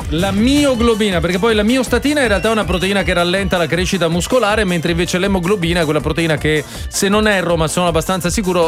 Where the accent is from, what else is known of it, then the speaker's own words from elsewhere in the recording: Bassano del Grappa, Veneto, Italy; Il mio paese natale, mia città natale, Bassano del Grappa, sono nato proprio lì.